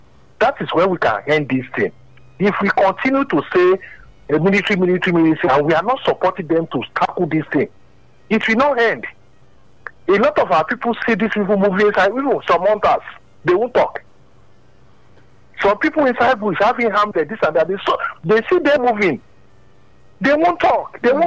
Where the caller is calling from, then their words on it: Abuja, Federal Capital Territory, Nigeria; I'm calling from Abuja this morning. I'm on my way to airport. I'm in Sabeco.